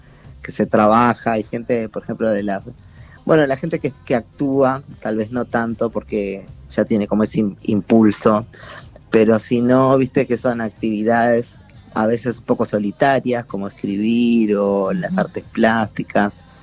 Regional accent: Uruguay; yo soy uruguayo.

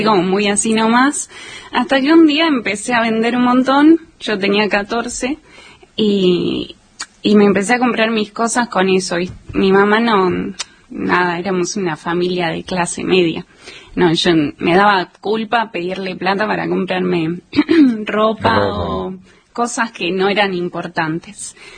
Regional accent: Pergamino, Buenos Aires Province, Argentina; born there; yo nací en Pergamino, provincia de Buenos Aires, con, bueno, mi mamá, y tengo tres hermanas, somos cuatro

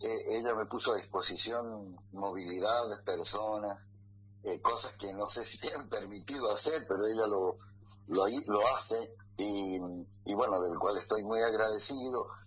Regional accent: San José de Jáchal, San Juan, Argentina; yo soy de Cacha

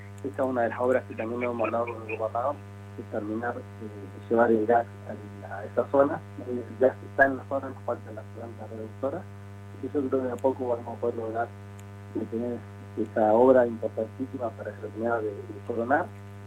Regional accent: Zapala, Neuquén, Argentina; Hoy somos la puerta del Pacífico con Chile de Zapala

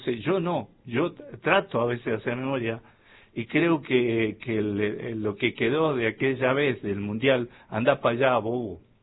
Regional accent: Argentina; Porque creo que nos ha demostrado como argentino de que, estoy opinando por mí

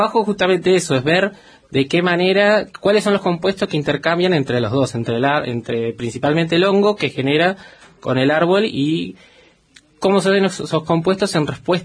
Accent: Buenos Aires, Argentina; moved away as an adult; now in Esquel, Argentina; Yo soy de Buenos Aires, me vine hace ya más o menos 13, 14 años. Yo estaba estudiando biología allá en Buenos Aires

